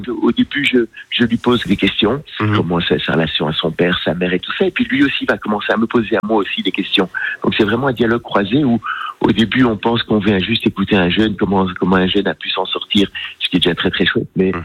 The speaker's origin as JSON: {"language": "French", "country": "Belgium", "said": "Je viens de Belgique, il vient de Marseille. On est, il est jeune, je suis vieux"}